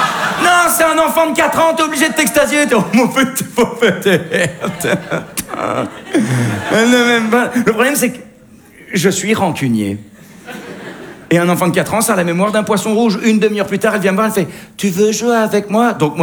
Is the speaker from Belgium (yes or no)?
yes; Belgium